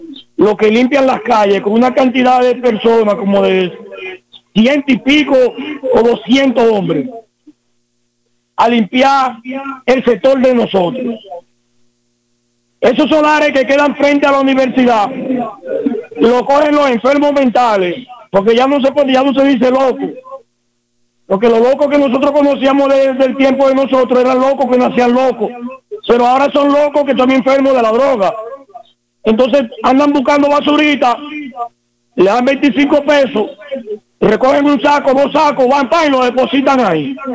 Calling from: Baní, Peravia, Dominican Republic

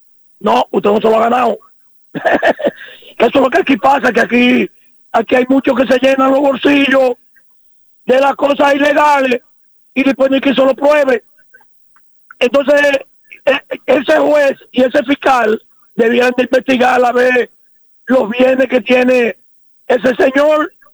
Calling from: Dominican Republic; como dominicanos

